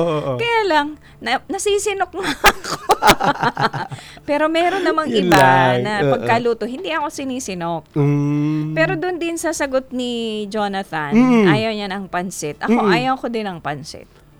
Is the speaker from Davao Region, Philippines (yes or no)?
no; Bicol Region, Philippines; Certified Bicolana po ako.